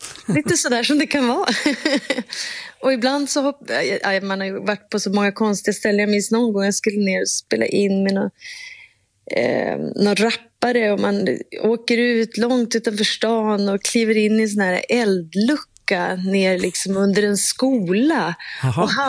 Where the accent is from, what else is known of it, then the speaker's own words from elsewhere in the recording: Umeå, Västerbotten County, Sweden; moved away; also born or lived in Stockholm; Och jag är från Umeå.